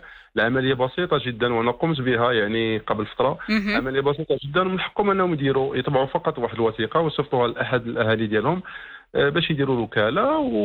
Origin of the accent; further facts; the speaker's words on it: Morocco; moved away; نحن كمغاربة العالم كنصوتوا بالوكالة